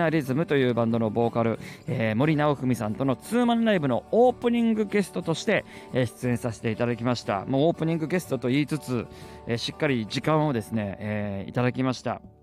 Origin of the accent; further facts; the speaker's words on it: Saitama, Japan; 地元埼玉での